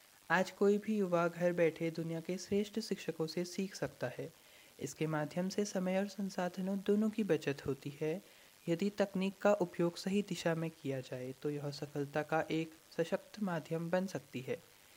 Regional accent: Almora, Uttarakhand, India; और मैं यहीं अल्मोड़ा का रहने वाला हूँ।

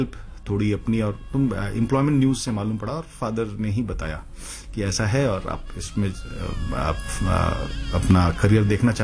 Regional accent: Bihar, India; मैं बिहार में पैदा पला बड़ा हुआ

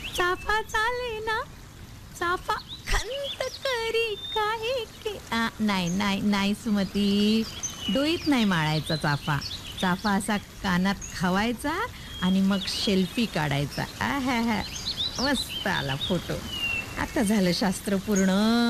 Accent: Maharashtra, India; अगं मी मराठीच आहे.

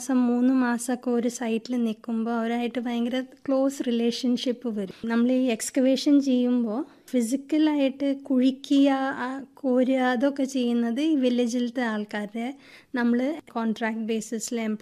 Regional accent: Gujarat, India; ഞാൻ ജനിച്ച് വളർന്നത് ഗുജറാത്തിലാണ്.

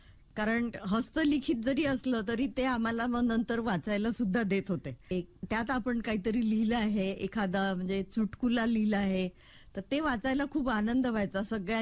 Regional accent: Darwha, Maharashtra, India; माझं माहेर यवतमाळ जिल्ह्यातील दारव्हा येथील. … आणि माझं बालपण हे दारव्हा इथेच गेलं. बी ए पर्यंतचं माझं शिक्षण हे दारव्ह्यालाच झालं होतं.

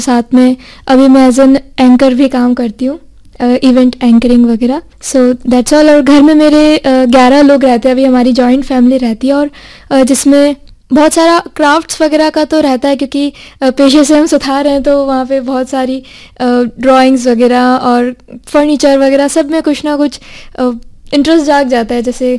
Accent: Udaipur, Rajasthan, India; मैं वैसे उदयपुर की ही रहने वाली हूँ और मैंने अपनी स्कूलिंग गुरु नानक से की है और अभी कॉलेज में थर्ड ईयर की छात्र हूँ।

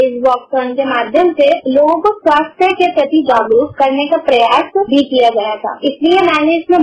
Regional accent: Rampur, Uttar Pradesh, India; मैं रामपुर से हूँ।

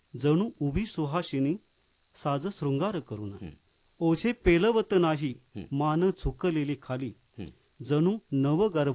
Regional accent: Naringre, Maharashtra, India; moved away as an adult; now in Kankavli, India; गेली 20 वर्ष मी इथे कणकवलीमध्ये राहतोय. निमित्ताने बरीच वर्ष म्हणजे जन्मल्यापासून बरीच वर्ष मी नारिंगरेत राहतो, आमच्या गावातच.

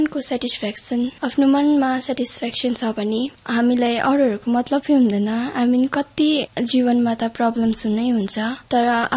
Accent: Gangtok, Sikkim, India; म लुइङ सिक्किम गान्तोक

